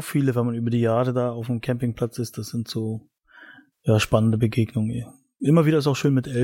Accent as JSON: {"language": "German", "region": "East Germany", "country": "Germany", "said": "also wie gesagt, ich bin ein Ostdeutscher und da war Glaube nicht so das Thema"}